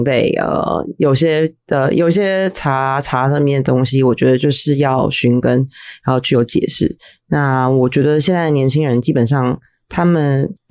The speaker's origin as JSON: {"language": "Chinese", "country": "Taiwan"}